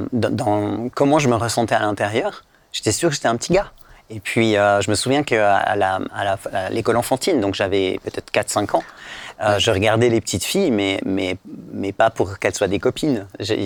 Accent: Switzerland; Je suis Suissesse, oui.

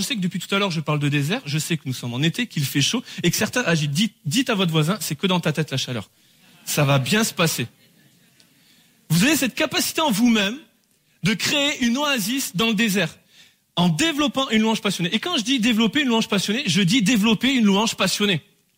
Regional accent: France; Et les amis, on est français, pour la grande majorité d'entre nous, en tout cas on est en France.

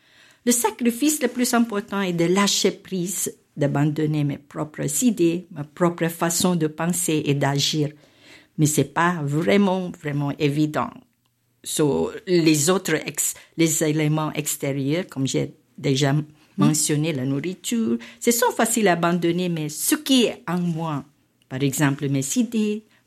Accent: Philippines; now in France; Mais quand j'ai quitté les Philippines, je faisais que... Vous savez, ce que je savais faire, ce qui me convenait, me permettant ainsi de mettre à profit mes compétences. Mais arrivé en France avant, tant d'incertitudes

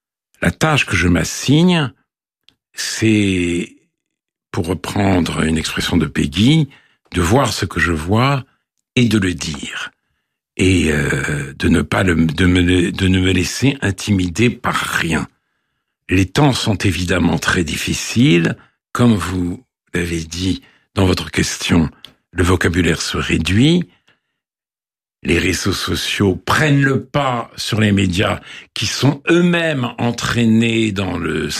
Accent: France; en tant que juifs et en tant que français

